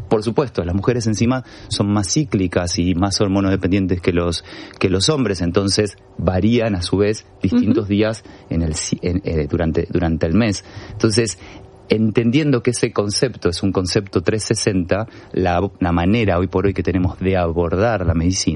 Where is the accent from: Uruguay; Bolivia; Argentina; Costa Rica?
Argentina